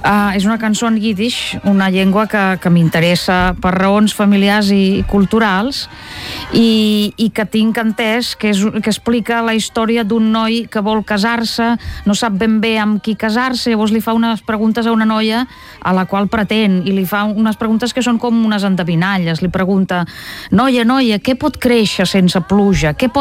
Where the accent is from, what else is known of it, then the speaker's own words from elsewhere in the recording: Russia; first language Russian; Catalan is a second language; now in Catalonia, Spain; com que ja fa anys que no vaig a Rússia, em sentiria també falsa escrivint en rus, perquè és una llengua que és la meva llengua materna, però no la sento cada dia al carrer.